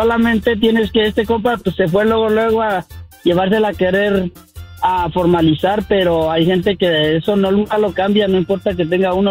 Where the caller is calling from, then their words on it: Concord, California, United States; yo aquí vivo en Concord, ahí cerquita del rancho